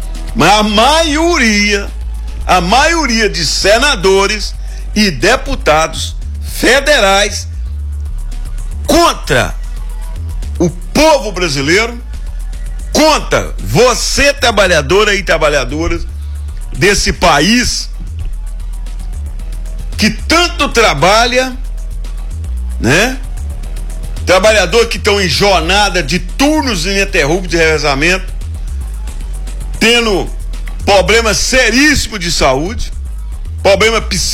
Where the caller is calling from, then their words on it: Divinolândia de Minas, Minas Gerais, Brazil; Eu sou vereador na minha cidade, em Divinolândia de Minas.